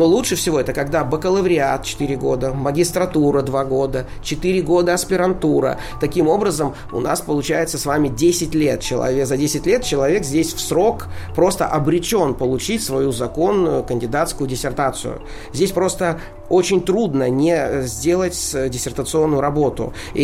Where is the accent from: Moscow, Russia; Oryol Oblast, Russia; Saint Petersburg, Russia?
Oryol Oblast, Russia; Oryol; moved away; я вот из Орла